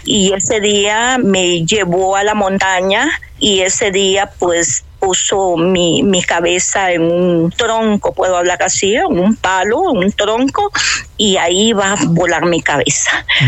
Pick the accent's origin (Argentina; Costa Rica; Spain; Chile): Costa Rica; born there; nací en Costa Rica.